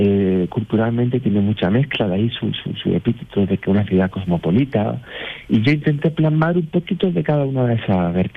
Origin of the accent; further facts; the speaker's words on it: Úbeda, Andalusia, Spain; A Úbeda, mi tierra, mi preciosa ciudad